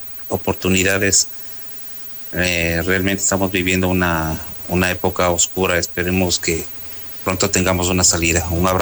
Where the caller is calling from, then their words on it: Esmeraldas, Ecuador; Vivo en la ciudad de Esmeraldas